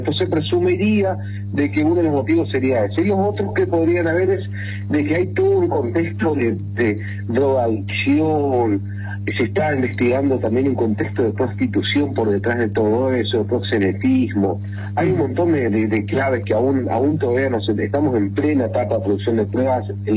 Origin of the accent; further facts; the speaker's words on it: Argentina; somos todos los argentinos